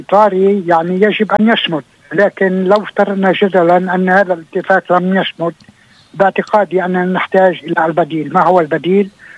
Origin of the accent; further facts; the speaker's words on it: Lebanon; كلبنانيين